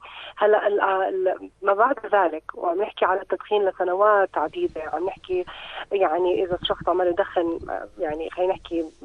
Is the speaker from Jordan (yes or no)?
yes; Jordan; عندنا بالاردن